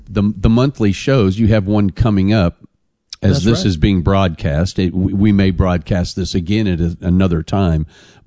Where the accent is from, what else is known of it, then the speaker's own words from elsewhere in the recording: Kansas, United States; I'm from Kansas and we just don't do that.